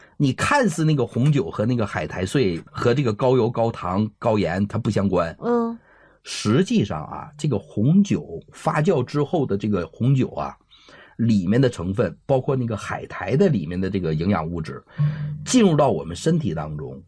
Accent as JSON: {"language": "Chinese", "country": "China", "said": "欧美的国家的这个人群啊，他这个血液当中一些钙质啊、无机盐的沉积呀，比我们中国人血液当中，我告诉你多得多得多。"}